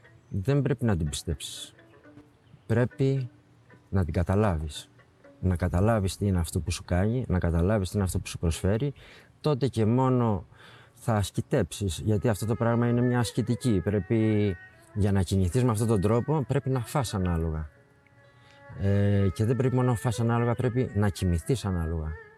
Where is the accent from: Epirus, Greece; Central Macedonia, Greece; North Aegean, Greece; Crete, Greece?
Crete, Greece; Choudetsi; also born or lived in Heraklion; Μου είναι από το Χουδέτσι. Έχω ζήσει αρκετά χρόνια στο Ηράκλειο και τα τελευταία 15 χρόνια ξαναμένω στο Χουδέτσι